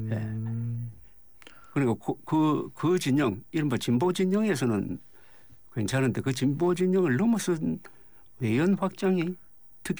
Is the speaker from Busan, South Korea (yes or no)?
yes; Busan, South Korea; now in Seoul, South Korea; 제가 부산 출신이지만 출생은 부산이 아니지만 하여튼 부산에서 학교를 다녔으니까 뭐 네. 부산 출신이라고 하기도 하는데